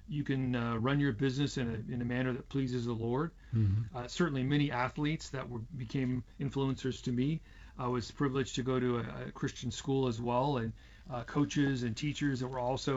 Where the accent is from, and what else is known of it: Seattle, Washington, United States; born or raised there